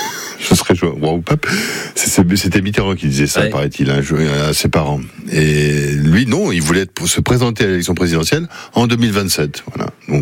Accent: Hauts-de-France, France; Moi, je suis un ch'ti

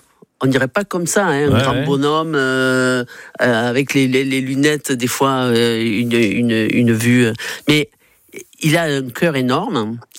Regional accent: Gascony, France; Quand j'étais jeune en Gascogne, c'était vraiment l'entreprise du coin qui comptait.

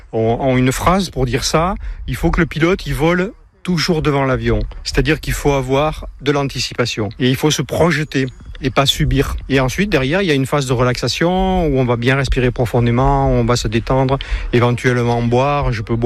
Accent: Bayonne, Nouvelle-Aquitaine, France; j'ai 67 ans et je suis de Bayonne.

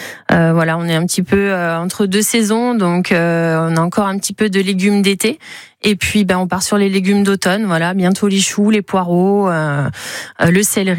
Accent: Bourgogne-Franche-Comté, France; now in Pyrénées-Orientales, France; parce que je suis originaire du Jura à la base, et donc voilà, je suis née dedans

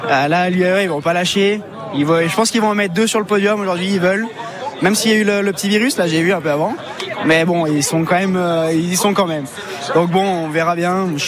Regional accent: Huez, Auvergne-Rhône-Alpes, France; also born or lived in Saint-Étienne; je suis un enfant de la station. Je suis né à Saint-Étienne, mais j'ai toujours passé mon temps ici à l'Alpe d'Huez.

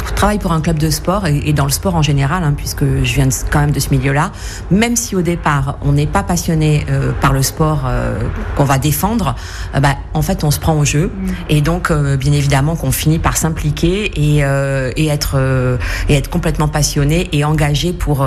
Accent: Brive-la-Gaillarde, Nouvelle-Aquitaine, France; même si je viens de Brive et qu'on est plutôt une terre de 15

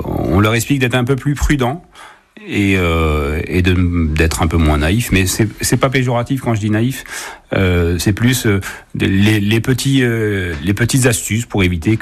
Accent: Laval, Pays de la Loire, France; moi je suis lavallois, je suis né à Laval, j'ai connu Laval plus sûr que l'heure actuelle.

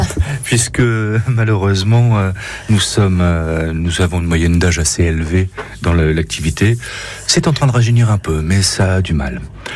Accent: Hauts-de-France, France; moved away; j'ai appris l'allemand avec les radioamateurs allemands. De même que j'ai appris beaucoup l'anglais avec les anglais, puisque je suis originaire du Pas-de-Calais. Les anglais étaient en face de chez moi.

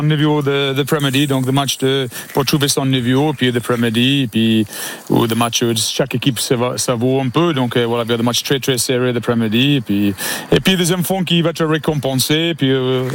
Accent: England, United Kingdom; French is a second language; now in France

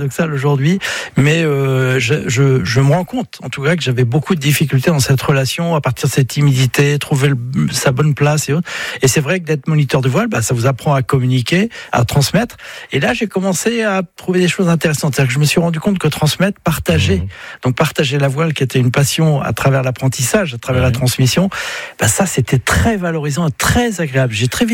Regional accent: Brittany, France; Ah, oui, alors je vais pas être objectif parce qu'on a vu à travers mon père, je suis breton et puis je le ressens profondément. Donc

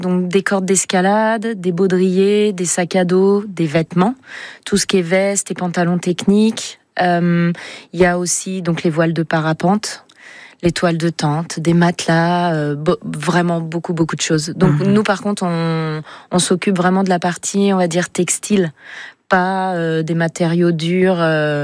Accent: France; Moi, je suis française.

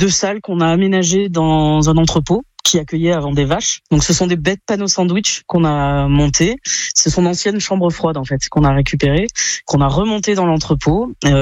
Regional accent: Auvergne-Rhône-Alpes, France; Alors, on vient d'Isère tous les deux, donc mon mari et moi, et on travaillait dans des bureaux.

